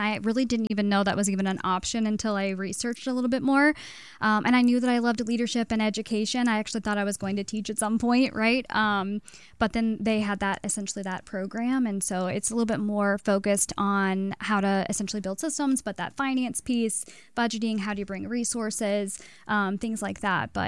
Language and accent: English; Eldorado, Illinois, United States; So I grew up in El Dorado, which is a rural community in Southern Illinois.